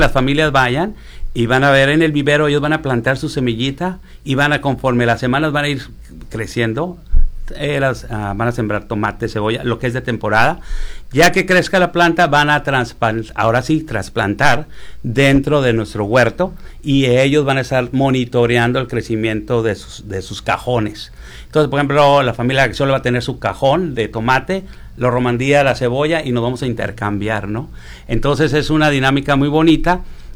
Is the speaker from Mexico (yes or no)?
yes; Tijuana, Baja California, Mexico; Yo, siendo tijuanense de 3 generaciones y comprometido con la ciudad